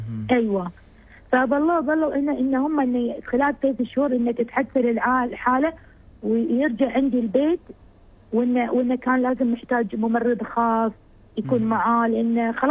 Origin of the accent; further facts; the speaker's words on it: United Arab Emirates; فبعدين صارت أزمة شوية هني عندنا في الإمارات معينة كذي